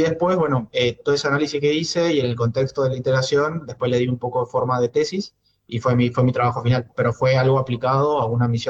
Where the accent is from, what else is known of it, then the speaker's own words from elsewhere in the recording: Argentina; O sea, nosotros en Argentina somos de Latinoamérica, lo que estamos más avanzados, pero la NASA es otra cosa